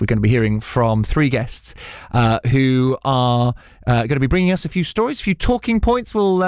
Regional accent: United Kingdom; now in Spain; I'm British. I know I'm doing a Spanish lesson, but I can't help but talk about the weather.

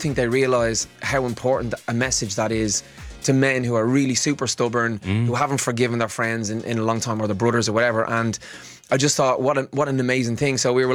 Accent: Ireland; now in United Kingdom; obviously we're Irish, so but we're not in the World Cup. I live in the UK

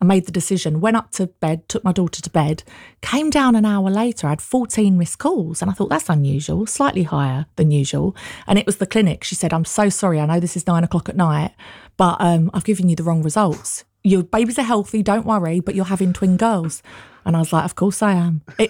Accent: Canvey Island, East of England, United Kingdom; moved away as an adult; now in London, United Kingdom; So I grew up in Essex, on Canvey Island.

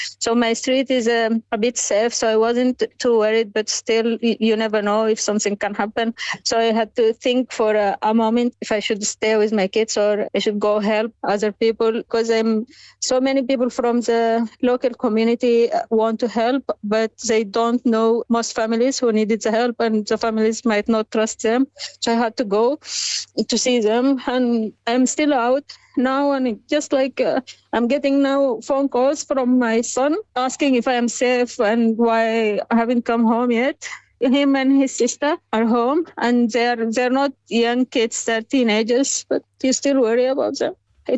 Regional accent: Sudan; moved away; I am from Sudan myself

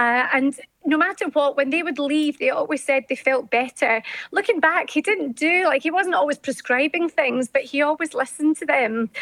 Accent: Glasgow, Scotland, United Kingdom; I grew up in the west end of Glasgow, a wee tenement flat. Had all my granny and granddad, my uncle, my auntie, all of us in this little flat. My dad had a wee corner shop.

